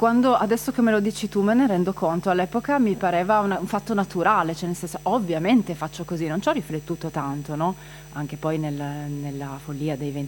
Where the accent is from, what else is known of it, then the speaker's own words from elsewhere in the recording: Friuli-Venezia Giulia, Italy; moved away as an adult; also born or lived in Paris; il mio plus valore è essere italiana, anzi friulana a Parigi